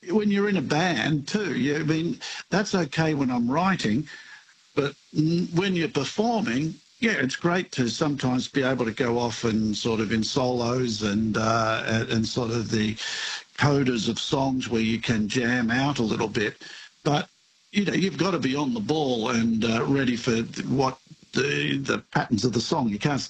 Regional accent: Rockhampton, Queensland, Australia; born there; and I was born in Rockhampton in Queensland.

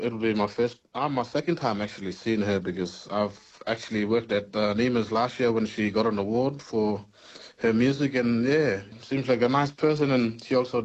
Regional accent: Tennant Creek, Northern Territory, Australia; I'm a local. I grew up in Tennant

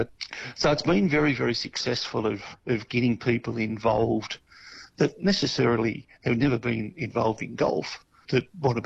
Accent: Mullumbimby, New South Wales, Australia; My hometown of Mullumbimby, I do a golf day every year, which looks after the Brunswick Valley Rescue Squad.

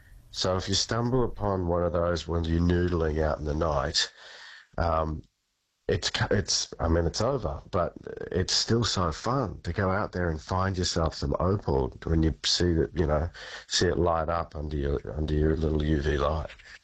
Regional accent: Queensland, Australia; where I grew up in Bundi, and it's a, you know, it's a big country town. It's, you know, it's not a city

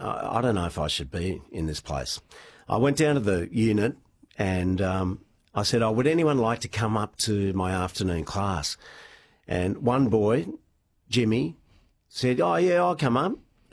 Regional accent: Sydney, New South Wales, Australia; I grew up in Upper North Shore Sydney, very privileged upbringing, went to a private school

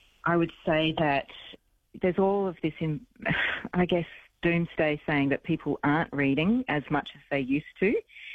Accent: Brisbane, Queensland, Australia; now in Melbourne, Australia; I'm from Brisbane originally, I'm in Melbourne at the moment

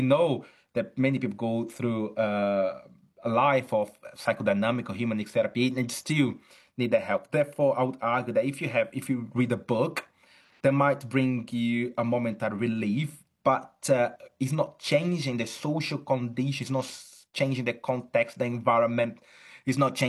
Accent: Brazil; English is a second language; now in Chichester, United Kingdom; I'm originally from Brazil, though I'm academic in at the University of Chichester in UK. I see a lot of that also in Brazil.

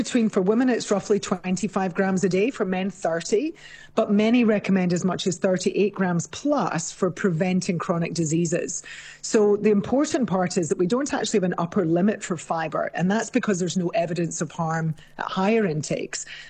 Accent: Scotland, United Kingdom; I'm Scottish originally, of course, so I grew up eating oats.

